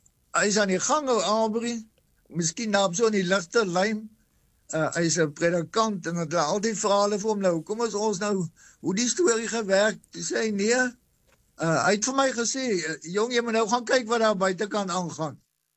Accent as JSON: {"language": "Afrikaans", "region": "Western Cape", "country": "South Africa", "tie": "born there", "moved": "yes", "lives_now": "Hartenbos, South Africa", "said": "Ek is gebore op die plaas Kimmelkrans. Dis naby Harelsbaai. So 3 km van Harelsbaai af. Ek is daar gebore en sommer op die plaas ook."}